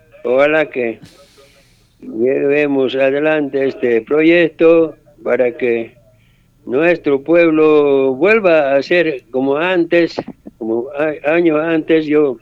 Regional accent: San Lorenzo, Tarija, Bolivia

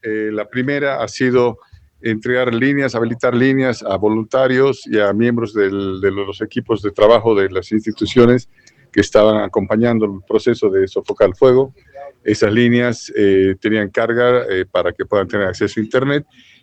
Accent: Tarija, Bolivia; Somos también tarijeños

